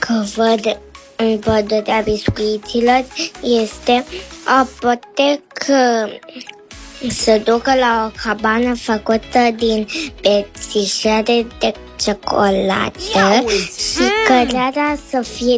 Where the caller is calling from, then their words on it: Bucharest, Romania; din București, am 5 ani și jumate.